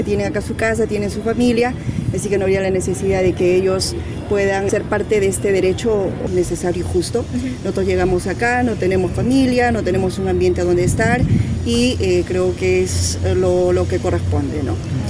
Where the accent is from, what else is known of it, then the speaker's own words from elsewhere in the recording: Chumbivilcas, Cusco, Peru; Yo vengo desde la región del Cusco, de una de las provincias altas de Chumivilcas, y justo acabamos de llegar el día de hoy.